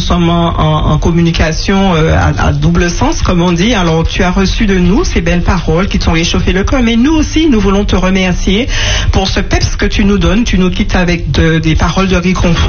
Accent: Martinique; chez nous, en Martiniquais

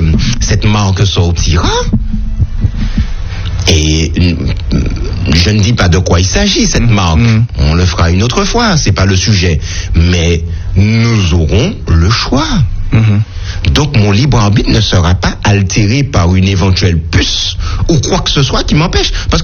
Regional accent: Le Carbet, Martinique; ça s'est passé dans ma ville natale

